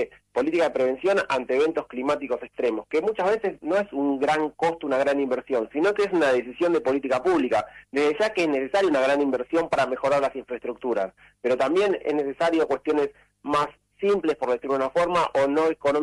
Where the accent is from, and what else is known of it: Argentina